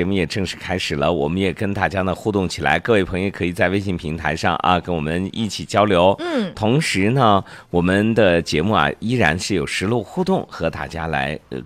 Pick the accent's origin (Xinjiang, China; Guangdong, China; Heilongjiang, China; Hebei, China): Xinjiang, China; 成为我们新疆人走亲访友的首选特色礼品了。